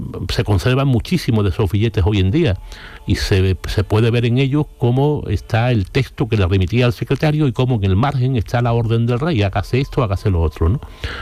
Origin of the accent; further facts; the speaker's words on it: Spain; ya sabemos lo cainitas que somos los españoles, ¿no?